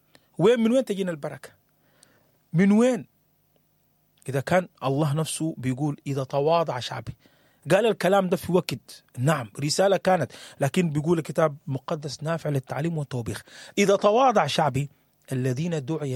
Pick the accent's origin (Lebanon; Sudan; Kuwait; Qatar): Sudan